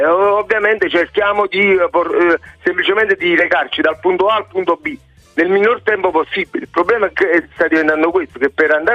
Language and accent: Italian; Naples, Campania, Italy; io sono di Fuorigrotta, sono originario di Fuorigrotta